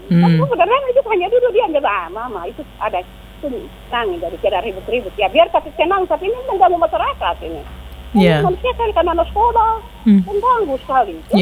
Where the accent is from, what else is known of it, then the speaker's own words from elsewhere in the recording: Papua, Indonesia; Karena kita orang Papua tidak pernah perempuan main judi.